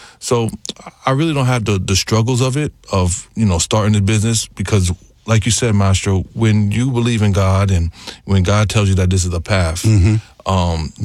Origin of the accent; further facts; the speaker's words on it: New York City, New York, United States; growing up in, you know, the south side of Jamaica, Queens, it was a very, you know, rough story.